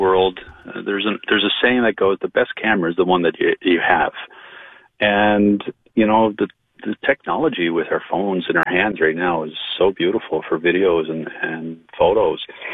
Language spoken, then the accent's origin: English; Newfoundland and Labrador, Canada; When we talk about, especially as a Newfoundlander and Labradorian and being exposed to the coast so much, to be out there immersed in that marine life was inspirational to me